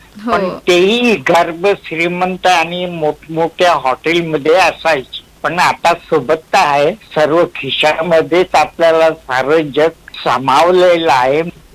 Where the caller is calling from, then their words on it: Chhatrapati Sambhajinagar, Maharashtra, India; आपला शुभचिंतक … छत्रपती संभाजीनगर इथून संवाद करीत आहे.